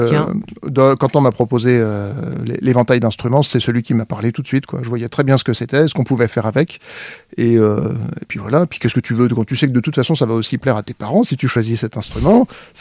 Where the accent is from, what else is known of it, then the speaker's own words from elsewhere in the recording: Lusigny-sur-Barse, Grand Est, France; Et je vivais à l'époque à Lusigny-sur-Barse.